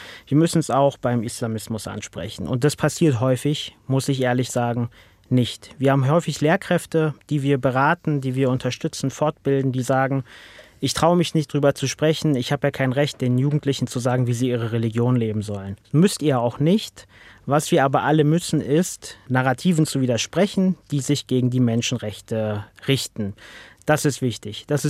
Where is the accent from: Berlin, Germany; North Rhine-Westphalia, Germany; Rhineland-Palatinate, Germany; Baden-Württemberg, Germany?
Berlin, Germany; Und das sage ich als Berliner in Hamburg.